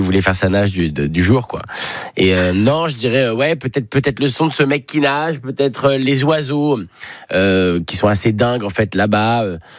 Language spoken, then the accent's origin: French; Paris, Île-de-France, France; Moi, j'ai passé beaucoup de temps près de la Méditerranée, où évidemment j'ai grandi à Paris, donc vivre près de la Seine, ça a rien à voir.